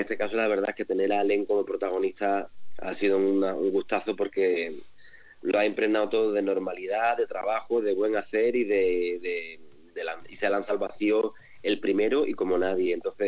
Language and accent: Spanish; Cádiz, Andalusia, Spain; Yo soy de Cádiz, o sea, y nunca he tenido problemas con la dicción, ¿eh?